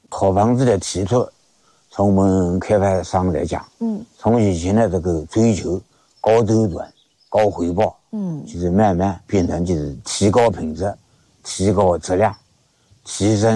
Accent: Yangzhou, Jiangsu, China; 我老家是江苏扬州的

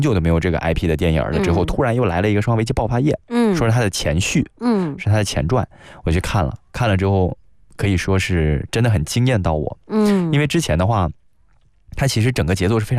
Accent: Baoji, Shaanxi, China; 我老家是陕西宝鸡眉县的。

